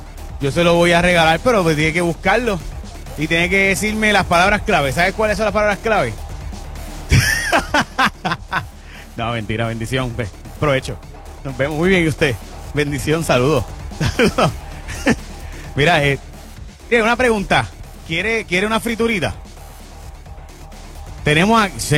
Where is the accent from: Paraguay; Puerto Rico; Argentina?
Puerto Rico; San Lorenzo; Y yo soy de Jaguar, de San Lorenzo, para ser exacto, por si acaso.